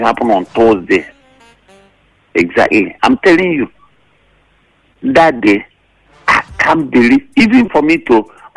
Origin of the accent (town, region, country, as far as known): Nigeria